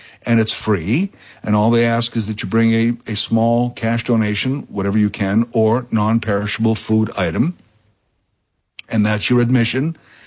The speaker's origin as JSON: {"language": "English", "country": "Canada", "said": "I mean, it's just it's a great part of being a Canadian is having two seasons, hockey season and the off season."}